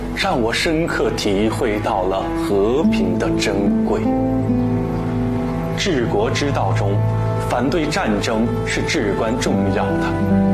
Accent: Guoyang, Anhui, China; 到了我的家乡老子故里道源涡阳。

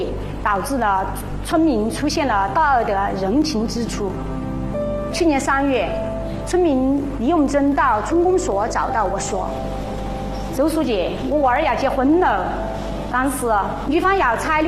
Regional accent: China; 要为生我养我的家乡做点什么。2008年，我决然选择回家，在文化村（原永恒村）担任文书。

